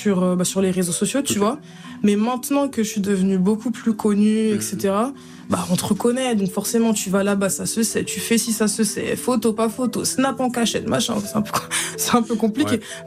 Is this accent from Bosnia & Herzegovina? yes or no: no; DR Congo; also born or lived in Kinshasa; now in Paris, France; Ouais, je suis congolaise.